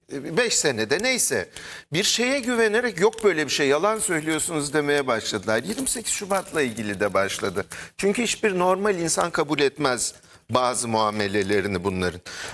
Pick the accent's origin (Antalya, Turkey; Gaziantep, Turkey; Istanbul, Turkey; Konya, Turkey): Konya, Turkey; Biz küçükken, biz Konyalıyız, memlekete gidiyoruz. İplikçi Camii var. İplikçi Camii'nin başına gelenleri falan dinliyoruz tek parti döneminde.